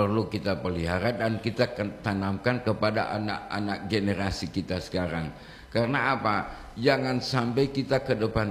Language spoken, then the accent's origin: Indonesian; Gorontalo, Indonesia; born or raised there